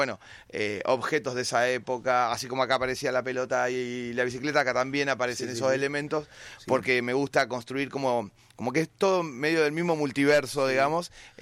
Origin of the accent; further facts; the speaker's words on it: Argentina; born there; no de Buenos Aires, sino de mi pueblo del interior, de, sí, donde, sí, nací, sí, yo